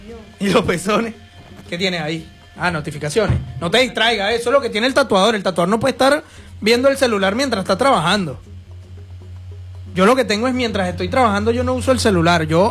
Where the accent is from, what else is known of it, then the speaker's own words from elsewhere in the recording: Venezuela; moved away as an adult; now in Argentina; los venezolanos que estamos acá, apoyamos a nuestra grandísima selección